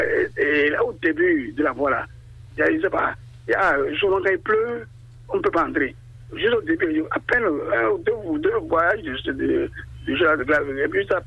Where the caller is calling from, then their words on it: Benin; Je suis à Tokan.